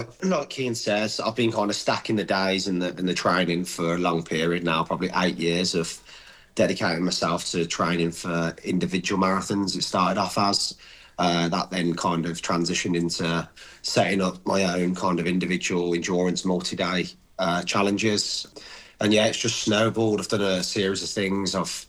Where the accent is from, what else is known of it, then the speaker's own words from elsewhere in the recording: Redditch, West Midlands, United Kingdom; from my hometown in Redditch